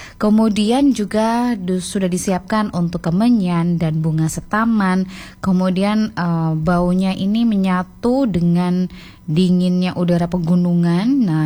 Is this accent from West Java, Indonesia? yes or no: no; East Java, Indonesia; kita banggakan khususnya sebagai warga Jawa Timur.